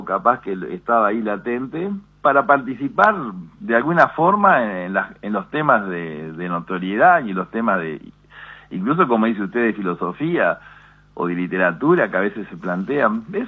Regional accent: Paysandú, Uruguay; soy de Paysandú, la gente de Paysandú tiene un sentimiento muy, muy profundo con la historia de Leandro Gómez, el famoso sitio y todo eso

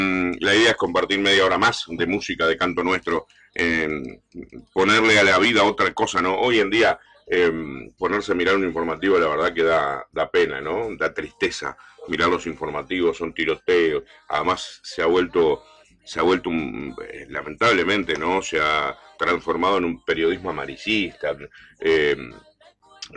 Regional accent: Uruguay

